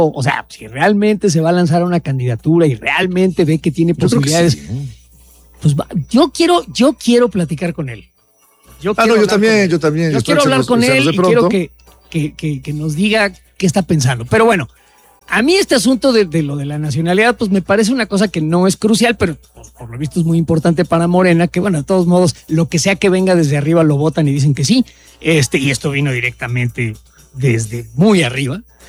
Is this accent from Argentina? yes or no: no; Mexico; Yo soy tan mexicano como ese señor que está bailando de conchero.